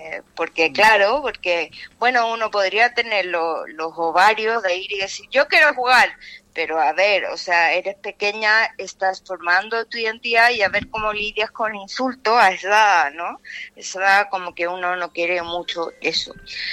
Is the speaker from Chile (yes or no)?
yes; Chile; soy chilena